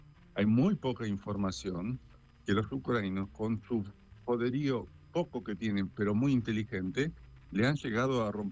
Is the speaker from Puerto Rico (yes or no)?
no; San Gregorio, Santa Fe, Argentina; now in Europe; cuando vivía en el pueblito donde nací, en San Gregorio, en la provincia de Santa Fe.